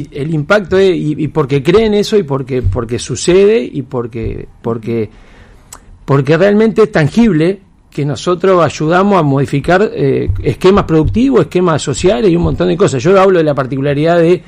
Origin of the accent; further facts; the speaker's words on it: Santa Fe, Argentina; Muchos de los que vivimos en Santa Fe